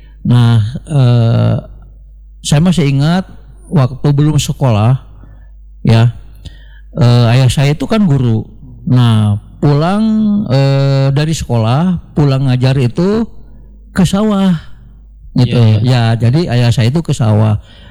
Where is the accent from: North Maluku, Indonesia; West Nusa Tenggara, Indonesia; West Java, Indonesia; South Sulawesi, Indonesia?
West Java, Indonesia; Sumedang; asli Tidarmaraja Sumedang, Boep ya. Kebetulan saya sudah berdinas selama 39 tahun, hampir 40 tahun mengajar di ISBI Bandung.